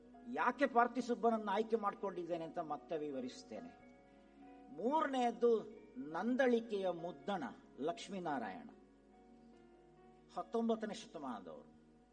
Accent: Karnataka, India

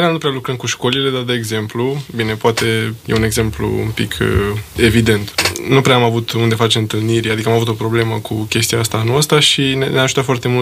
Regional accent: Bucharest, Romania; Eu sunt din București și un liceu din București oarecare

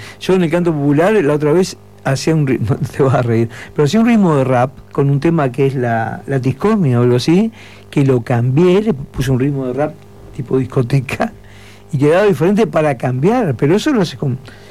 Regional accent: Maldonado, Uruguay; Le dije, de Uruguay, de Maldonado, soy de Punta del Diablo.

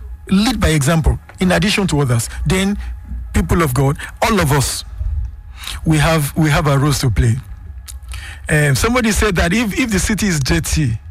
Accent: Nigeria

